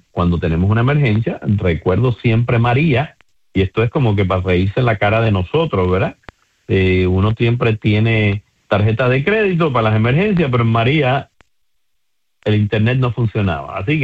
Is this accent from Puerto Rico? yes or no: yes; Puerto Rico; somos nosotros los puertorriqueños